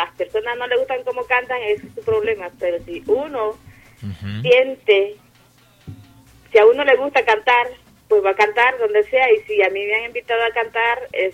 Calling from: Mexico; accent: costeño; Yo soy costeña, ese es mi asiento de hablar.

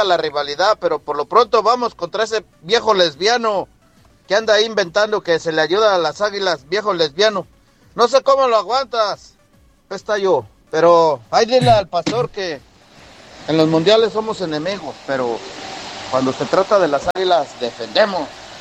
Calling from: Mexico; yo soy mexicano y no soy vendepatria.

